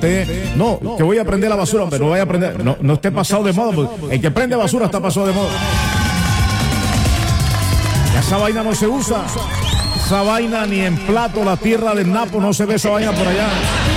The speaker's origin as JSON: {"language": "Spanish", "town": "Zipacoa", "region": "Bolívar", "country": "Colombia", "tie": "born or raised there", "moved": "yes", "said": "ni en Zipacoa, mi pueblo, ya esa vaina no se ve."}